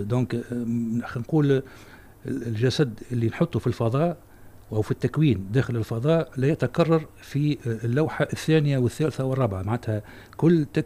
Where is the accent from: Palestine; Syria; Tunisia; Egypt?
Tunisia; عندنا في تونس